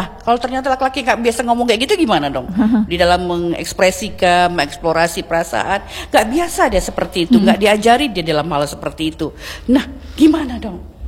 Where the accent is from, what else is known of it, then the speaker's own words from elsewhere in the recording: Aceh, Indonesia; Ngurusin suami harus kita siapin, apalagi kita Aceh.